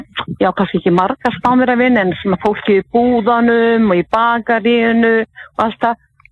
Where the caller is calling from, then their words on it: Torrevieja, Valencian Community, Spain